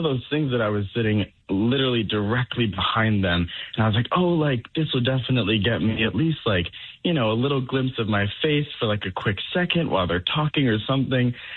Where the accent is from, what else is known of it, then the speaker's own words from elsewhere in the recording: Stoughton, Massachusetts, United States; I grew up in Stoughton. So like 40 minutes south of Boston.